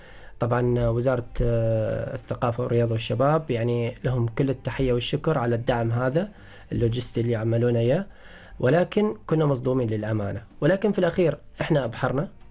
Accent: Oman; كوننا إحنا شباب عمانيين أساسا،

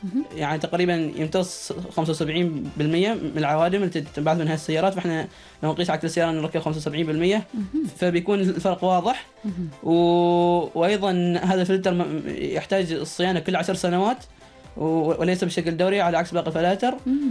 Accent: Oman; وهذه المادة موجودة عندنا في عمان

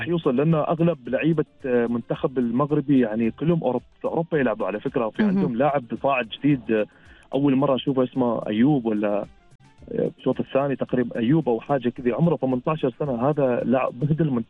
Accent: Oman; عندنا في الملاعب في عمان

